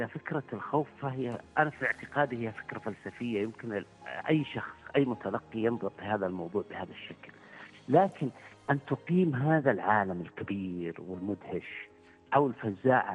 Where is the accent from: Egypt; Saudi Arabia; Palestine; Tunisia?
Saudi Arabia; أنا من المملكة العربية السعودية وعمان شقيقة وجزء منها